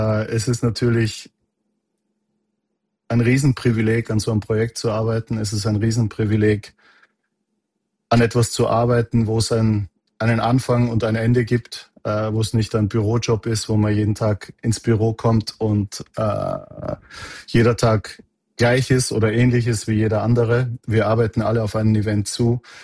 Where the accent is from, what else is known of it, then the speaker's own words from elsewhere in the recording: Austria; aber natürlich war Österreich-Schweiz für mich als Österreicher ein Traumevent.